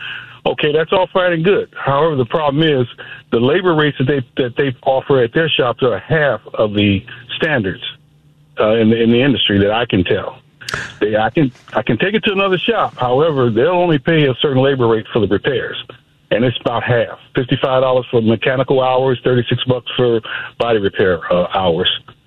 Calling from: Bolingbrook, Illinois, United States; from Bolingbrook.

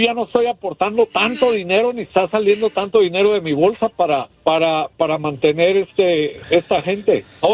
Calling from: Monterrey, Nuevo León, Mexico; Órale, pues, Regio, órale.

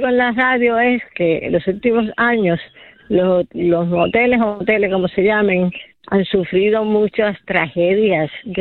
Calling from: Corozal, Puerto Rico; de Corozal.

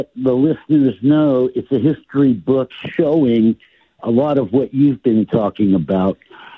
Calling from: Fairfield, Iowa, United States; calling from Fairfield, Iowa, the capital of the Age of Enlightenment.

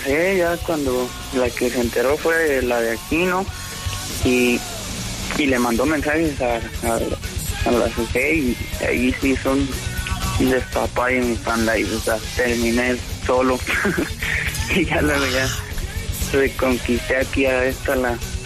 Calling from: Michoacán, Mexico; yo soy de Michoacán, mi padre es de Guanajuato, pero está ahí bien, muy cerquita, está como la frontera de Michoacán y Guanajuato.

